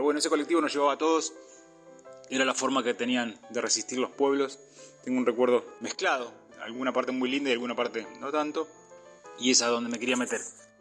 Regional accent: Carlos María Naón, Buenos Aires Province, Argentina; Así que lo único que comunicaba al pueblo del cual venía el colectivo y a mi pueblo, a Carlos María Nahón y a Deney, con 9 de julio era ese colectivo.

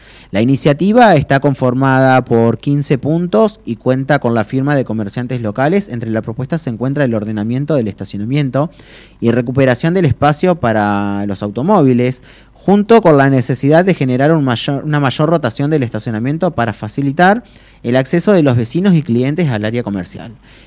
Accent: Argentina; Hoy en día nosotros como argentinos

